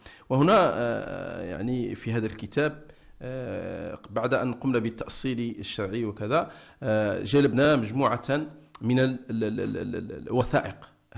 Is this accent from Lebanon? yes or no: no; Morocco; عندنا في المغرب